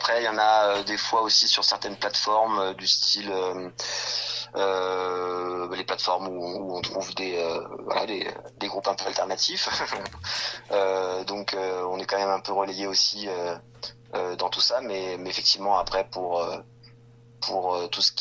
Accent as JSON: {"language": "French", "town": "Bures-sur-Yvette", "region": "Île-de-France", "country": "France", "tie": "born there", "also_born_or_lived": "Paris", "said": "Alors nous, on est de Paris et de Bures-sur-Yvette. Bures-sur-Yvette, c'est une petite ville qui est dans la vallée de Chevreuse."}